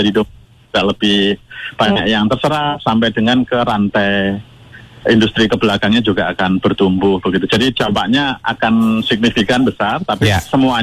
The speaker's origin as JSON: {"language": "Indonesian", "town": "Bojonegoro", "region": "East Java", "country": "Indonesia", "said": "Kebetulan saya dari Bojonegoro, Mas."}